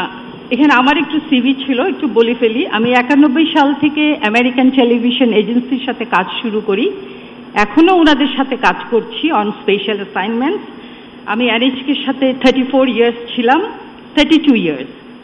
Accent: Sylhet Division, Bangladesh; সিলেট আমার জন্মভূমি, আমার শিকড় এবং আমার গ্রামের নাম ভাদেশ্বর

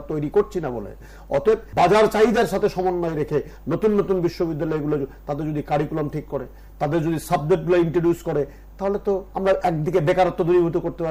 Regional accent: Bangladesh; born there; আমি খুশি বাংলাদেশের মানুষ হিসেবে, এই দেশে জন্মগ্রহণ করা একজন সন্তান হিসেবে

